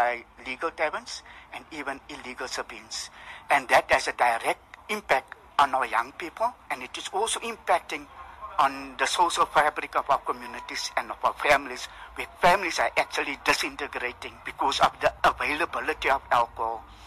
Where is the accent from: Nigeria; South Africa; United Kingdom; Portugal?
South Africa; Cape Town, Western Cape; I'm from Mitchells Plain